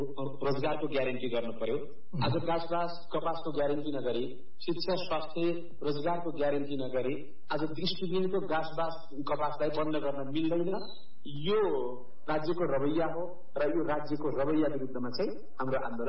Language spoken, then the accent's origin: Nepali; Ghorahi, Lumbini Province, Nepal; मेरो घर चाहिँ दाङ जिल्ला घोराई नगरपालिका वडा नम्बर 9 खैरा भन्ने ठाउँमा पर्छ।